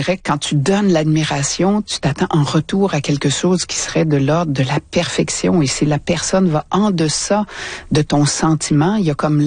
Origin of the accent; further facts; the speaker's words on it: Quebec, Canada; Et on est deux de Québec.